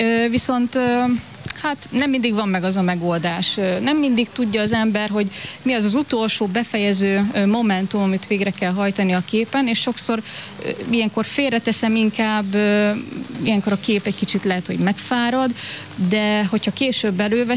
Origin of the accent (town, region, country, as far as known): Szolnok, Jász-Nagykun-Szolnok, Hungary; born there